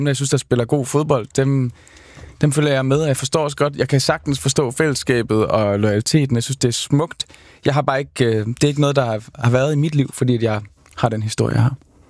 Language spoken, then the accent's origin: Danish; Skive, Central Denmark Region, Denmark; Og jeg er vokset op i Skive, hvor det er SIK, som har været, altså, som er en fin fodboldklub